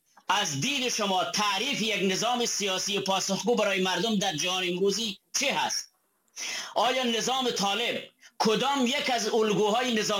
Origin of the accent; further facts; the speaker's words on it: Badakhshan, Afghanistan; ببین، من از بدخشان هستم،